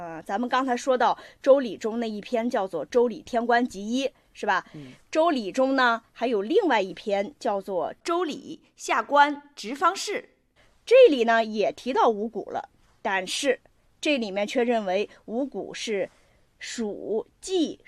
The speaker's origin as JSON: {"language": "Chinese", "region": "Shandong", "country": "China", "said": "俺们山东人。"}